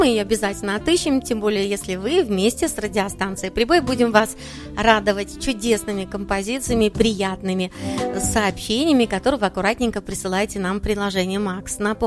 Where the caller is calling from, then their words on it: Kizilyurt, Dagestan, Russia; пишу я вам из Кизилюрта, и у нас есть старшая сестренка.